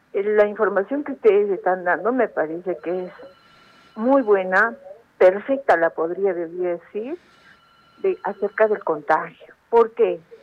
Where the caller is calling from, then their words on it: Peru; yo también soy peruana